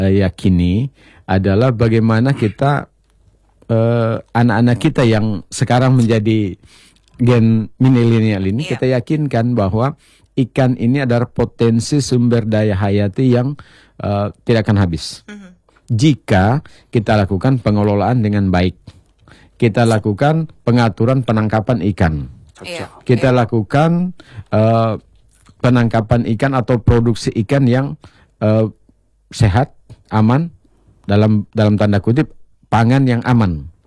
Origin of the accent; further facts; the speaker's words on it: Kendari, Southeast Sulawesi, Indonesia; kita sebagai warga Kota Kendari